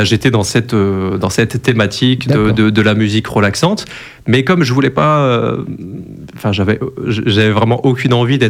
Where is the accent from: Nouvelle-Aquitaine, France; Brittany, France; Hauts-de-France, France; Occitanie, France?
Hauts-de-France, France; Lille; Alors, moi, je viens de la région lilloise à la base.